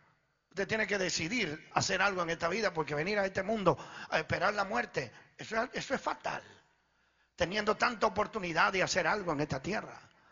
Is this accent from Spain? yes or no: no; Venezuela; born or raised there; moved away as an adult; also born or lived in Italy; now in Sacramento, United States